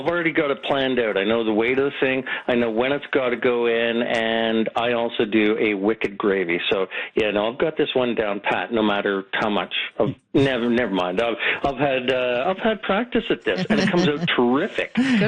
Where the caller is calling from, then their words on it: Calgary, Alberta, Canada; Calling from Calgary.